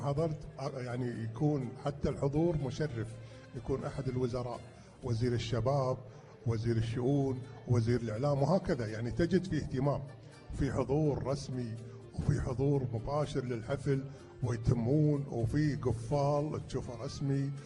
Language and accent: Arabic; Kuwait; وهذه شغلتنا ككويتيين